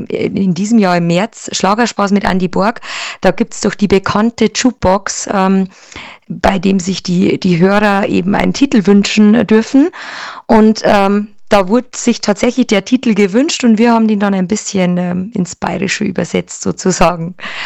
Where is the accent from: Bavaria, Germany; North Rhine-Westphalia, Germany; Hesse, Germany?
Bavaria, Germany; bei uns in Ickensbach im Gasthaus Linsmeier.